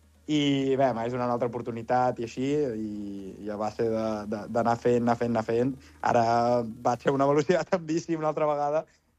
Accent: Menorca, Balearic Islands, Spain

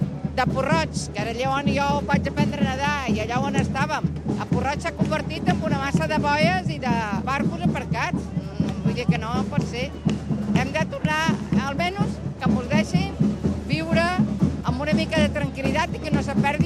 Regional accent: Ibiza, Balearic Islands, Spain; Però jo som eivissenca, som de Jundal

